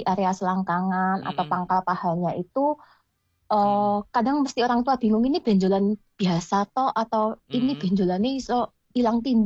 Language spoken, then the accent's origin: Indonesian; Blitar, East Java, Indonesia; Mboten. Oh, saya dari Blitar.